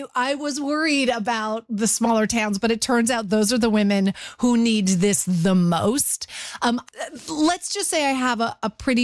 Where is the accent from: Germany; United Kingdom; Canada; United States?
Canada; we're all Canadian women who kind of grew up in the same era